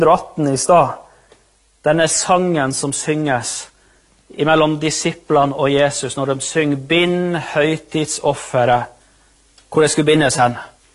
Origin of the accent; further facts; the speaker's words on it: Målselv, Troms, Norway; Det gikk aldri noen flyalarm i Målselv når vi var unger og vokste opp